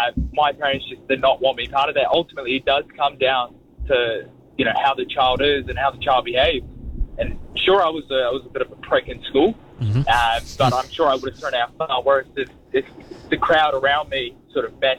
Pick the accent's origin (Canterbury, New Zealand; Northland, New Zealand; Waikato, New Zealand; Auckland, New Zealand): Auckland, New Zealand; I grew up in South Auckland, and more than sort of the education provided, because, you know, most schools anyways in New Zealand are following an NCA curriculum.